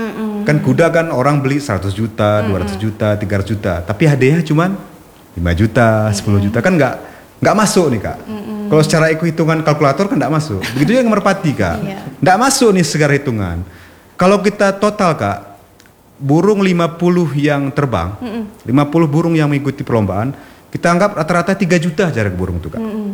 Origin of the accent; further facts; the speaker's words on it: Aceh, Indonesia; ketika kami sampaikan kami dari Aceh